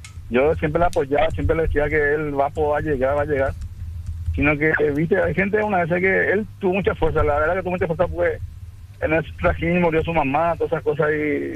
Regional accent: Montevideo, Uruguay; Clao que sí, vivo en Reducto, sí. Soy de Reducto, soy casi vecino de eso.

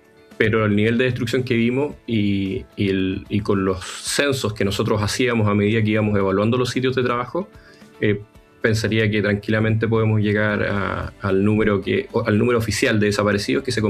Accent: Chile; con mi experiencia como ciudadano chileno

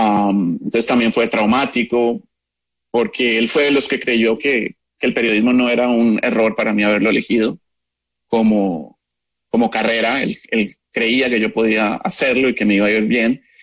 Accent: Colombia; moved away; Recuerdo que cuando salí de Colombia hace muchos años, que fui a ver una película

